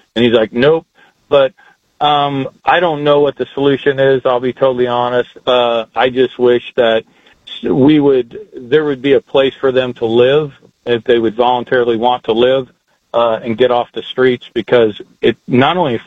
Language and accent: English; Indianapolis, Indiana, United States; growing up in Indianapolis in the 70s